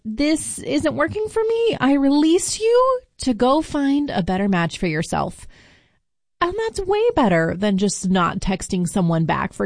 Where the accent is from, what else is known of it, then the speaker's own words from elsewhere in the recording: Virginia, United States; now in Sheboygan, United States; I'm from Virginia.